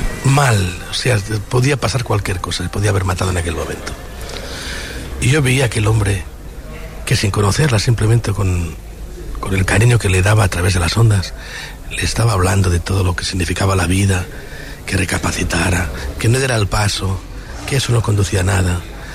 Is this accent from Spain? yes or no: yes; Catalonia, Spain